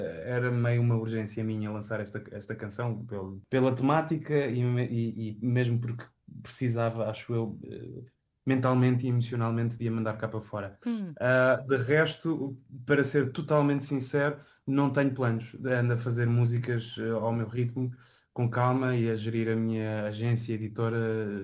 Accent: Brussels, Brussels-Capital Region, Belgium; now in São João do Estoril, Portugal; Eu até cresci no estrangeiro, em Bruxelas, não é assim muito longe, mas gosto muito de estar aqui.

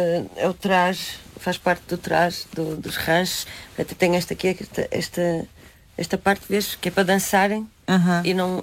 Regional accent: Minho, Portugal; born there; accent: northern (Minho); now in Lisbon, Portugal

